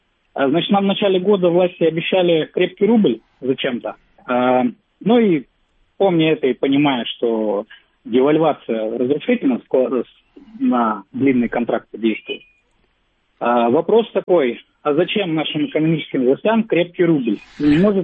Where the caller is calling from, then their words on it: Krasnoyarsk, Krasnoyarsk Krai, Russia; я из Красноярска.